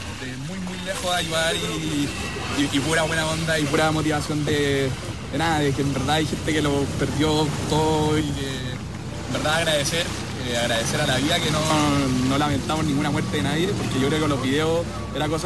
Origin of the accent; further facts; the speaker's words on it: Chile; no perder la humanidad y lo que nos define como chilenos